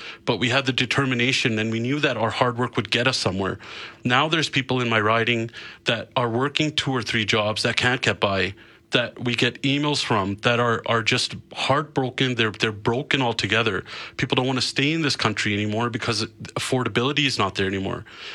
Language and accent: English; Calgary, Alberta, Canada; I am blessed enough to be able to represent the riding that I grew up in, where I moved to when we first moved to this g